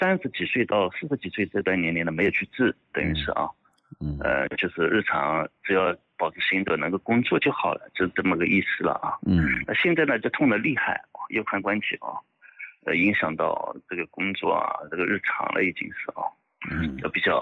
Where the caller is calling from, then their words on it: Jinhua, Zhejiang, China; 我们金华这边嘛